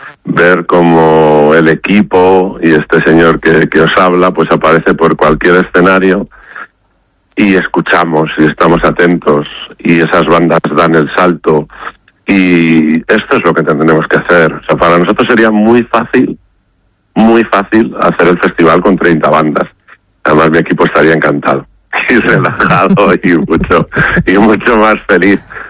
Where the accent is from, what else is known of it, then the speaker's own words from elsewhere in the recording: Aranda de Duero, Castile and León, Spain; Y Aranda a veces se enfadan cuando dicen que es mi pueblo.